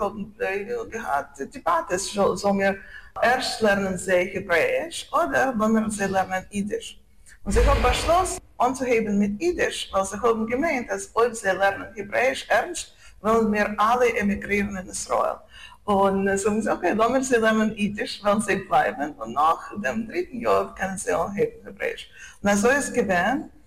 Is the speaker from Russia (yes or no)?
yes; Moscow, Russia; born there; German is a second language; Shalom Aleichem, es ist größte Vergnügen zu sein und reden mit euch. Ich bin geboren in Moskau und in 1991 habe ich angehoben lernen in der russischen Universität